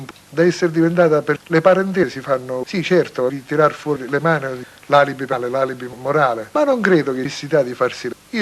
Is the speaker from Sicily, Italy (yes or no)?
yes; Sicily, Italy; disse sicilianamente una cosa molto bella che io da siciliano non condivido ma che amo